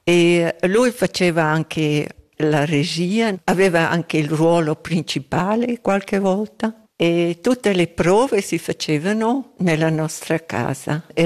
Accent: Graubünden, Switzerland; Sono cresciuta a scuola in Bassa Engadina e a quei tempi era un villaggio agricolo con molti animali.

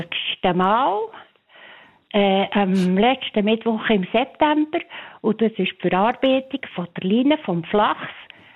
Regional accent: Gürbetal, Bern, Switzerland; also born or lived in Emmental; Ja, aber aufgewachsen bin ich im Görbetal.

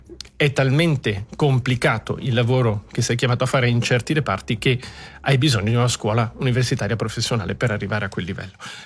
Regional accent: Switzerland

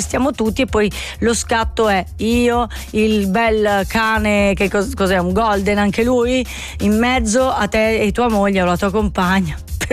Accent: Calabria, Italy; Io sono calabrese, vorrei mica trattarle male le donne.

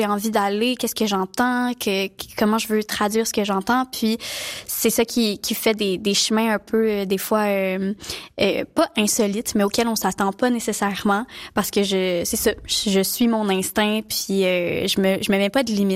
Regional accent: Montreal, Quebec, Canada; je viens de Montréal.

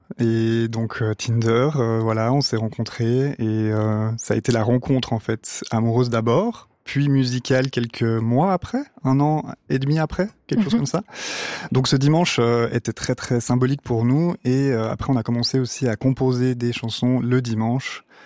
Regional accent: Lutry, Vaud, Switzerland; also born or lived in Sion / Lausanne; moi, personnellement, je suis né à Sion. J'ai grandi dans le canton de Vaud. J'ai vécu mes deux premières années à Sion et ensuite, je suis venu à Lutry. Puis Lausanne, j'ai un peu gravité dans cette région-là. Donc, je suis Valaisan sur les papiers, mais dans le cœur, un peu plus vaudois quand même

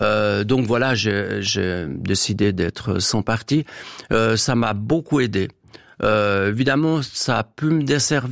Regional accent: Nyon, Vaud, Switzerland; also born or lived in Geneva; Alors moi, je suis un peu Vaudois, un peu Genevois, mais Genevois parce qu'on est proche de Genève. À Nyon, c'est ça, j'ai fait mes études à Genève, j'ai passé mon permis de conduire à Genève, j'ai fait du sport à Genève.

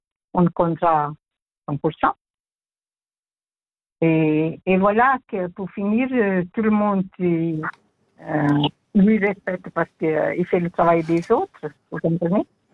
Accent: Italy; now in Switzerland; après qu'on a passé toute une vie en Suisse, mes étrangers, moi je suis italienne

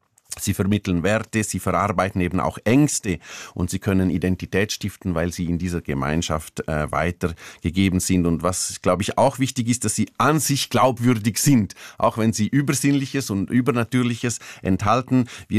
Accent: Zuoz, Graubünden, Switzerland; Oder auch den Riesen, der hinter dem Berg Bizmezem in Zuz, wo ich aufgewachsen bin, sitzt.

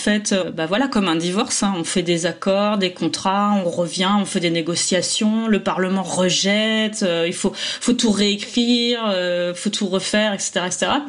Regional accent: France; now in United Kingdom; Bon, moi je suis britannique d'adoption, mais en tout cas une chose est sûre, c'est que moi en tant que française, le fromage n'existe plus.

